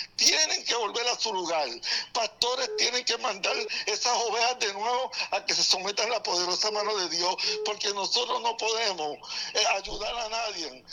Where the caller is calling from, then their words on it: Fajardo, Puerto Rico; Yo soy de Fajardo, hermano.